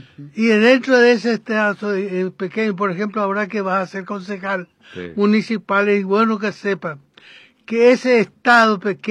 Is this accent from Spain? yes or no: no; Paraguay; Me doy cuenta que no somos políticos los paraguayos.